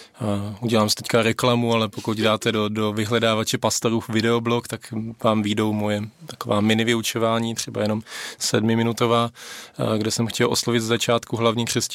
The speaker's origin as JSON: {"language": "Czech", "town": "Kolín", "region": "Central Bohemian Region", "country": "Czechia", "said": "pocházím z Kolína, tam mají takovou výtečnou pekárnu"}